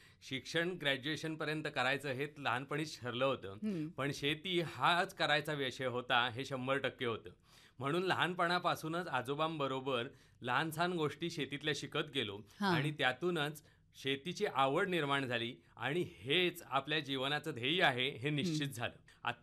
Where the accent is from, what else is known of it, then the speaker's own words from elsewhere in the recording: Maharashtra, India; माझं गाव जांभुळाट, पूर्णगड जवळचं हे छोटंसं गाव. माझे पणजोबा, त्यानंतर आजी आजोबा, आई वडील हे लहानपणापासून शेतीशीच निगडीत आहेत.